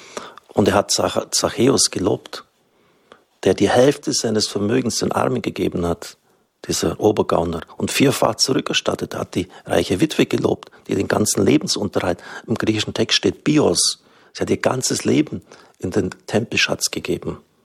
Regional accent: Baden-Württemberg, Germany; born there; Ich bin ein geborener Schwabe.

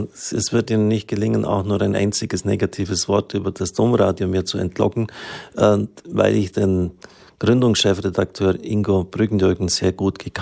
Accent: Swabia, Germany; Ich bin ein Schwabe.

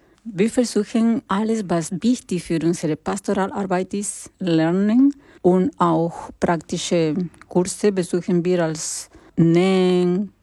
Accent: Lima, Peru; born there; German is a second language; moved away; ich bin in Lima geboren und habe ich viele Armut gesehen.

